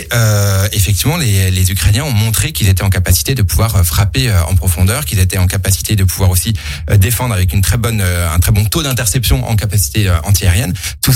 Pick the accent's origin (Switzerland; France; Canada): France; comme on est cartésien, comme on est français